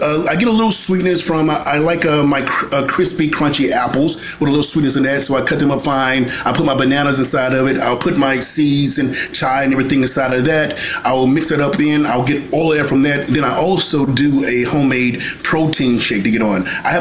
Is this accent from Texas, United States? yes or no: no; Mississippi, United States; I'm from Mississippi, and the best part of me being from where I'm from was sitting down at a table eating together with my family.